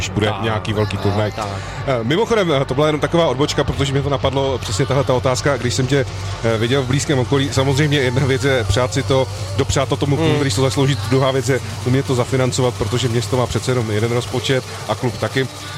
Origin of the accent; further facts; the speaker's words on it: Ostrava, Moravian-Silesian Region, Czechia; nás tady Ostravany zajímá